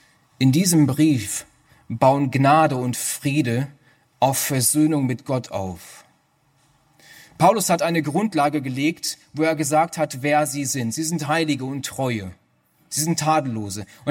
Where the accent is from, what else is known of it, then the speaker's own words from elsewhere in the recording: Germany; Ich bin dankbar, dass ich in Deutschland aufgewachsen bin. bin dankbar, dass die Bildung in diesem Land mir alles ermöglicht hat.